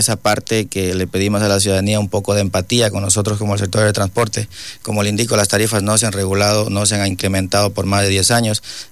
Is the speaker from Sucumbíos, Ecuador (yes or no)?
yes; Lago Agrio, Sucumbíos, Ecuador; somos también ciudadanos, somos de aquí del Aguario, somos de la provincia